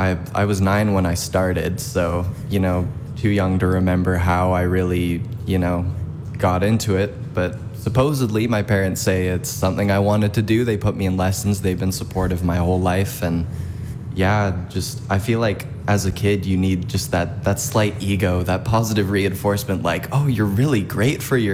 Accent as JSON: {"language": "English", "town": "Langley", "region": "British Columbia", "country": "Canada", "tie": "born there", "said": "I was born in Langley and I have family down there, family up in Nelson."}